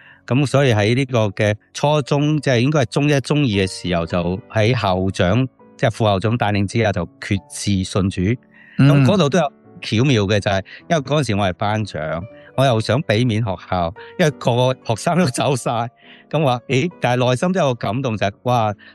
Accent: Indonesia; Cantonese is a second language; now in Hong Kong; 咁其实无奈去到香港呢即係有啲我哋啲人就话大陆仔因为我哋系印尼华侨我哋系福建人啦。去到香港我开头唔系读4年班降到2年班咁样呀咁去适应嗰个新环境又唔识广东嘅话

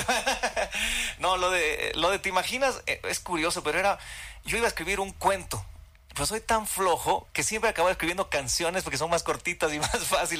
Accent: Bolivia; yo me escribiría como boliviano ahí, hermano, ¿no?

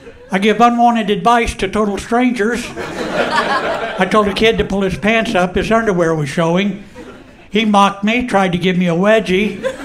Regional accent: Houston, Texas, United States; I'm from Houston, Texas

